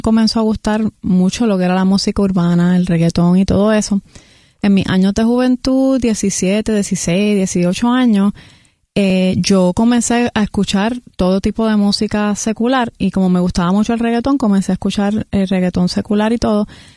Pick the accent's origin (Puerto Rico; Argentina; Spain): Puerto Rico; de niña, aquí en Puerto Rico, con mis dos hermanas